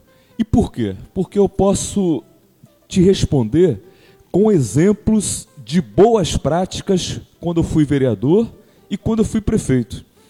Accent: Iguaba Grande, Rio de Janeiro, Brazil; also born or lived in Araruama; Me trouxeram para Iguaba, onde lá eu sou morador desde que nasci.

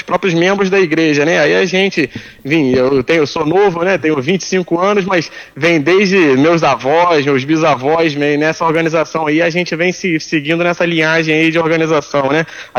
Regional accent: Armação dos Búzios, Rio de Janeiro, Brazil; Enfim, a gente tem uma família bem grande aqui, bem conhecida aqui na cidade.

